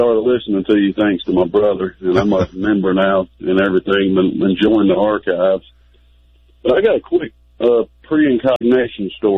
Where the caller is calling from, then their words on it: Georgia, United States; in Georgia.